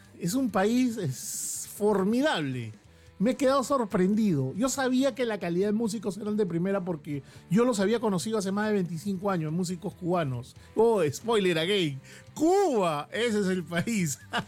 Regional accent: Peru

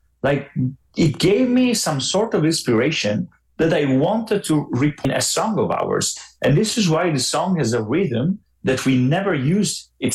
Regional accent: Italy; three guys are from Austria, Clemmy's from France, and I'm from Italy, it literally makes you understand different background and completely different culture.

